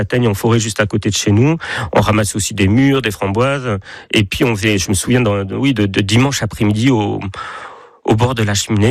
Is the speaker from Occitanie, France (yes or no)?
yes; Occitanie, France; Oui, moi j'ai grandi à Maubeaulieu, juste à côté de Versailles, au milieu des champs avec les petites balades à vélo